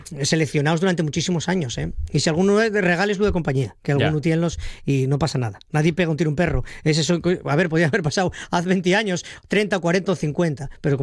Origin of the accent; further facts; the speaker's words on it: Asturias, Spain; hay otra opción, que somos asturianos y nosotros, bueno, yo el primero.